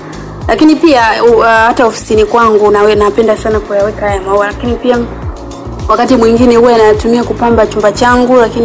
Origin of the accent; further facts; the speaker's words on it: Temeke, Dar es Salaam, Tanzania; natokea Temeke.